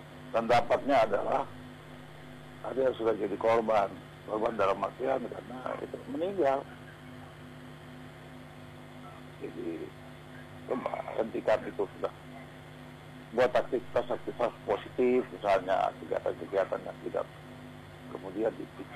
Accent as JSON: {"language": "Indonesian", "region": "Eastern Indonesia", "country": "Indonesia", "said": "sudah menjadi budaya bagi kami di kawasan timur"}